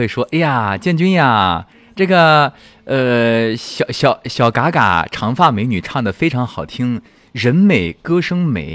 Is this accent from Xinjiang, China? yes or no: yes; Xinjiang, China; 我们新疆人就有一份爱在心里面的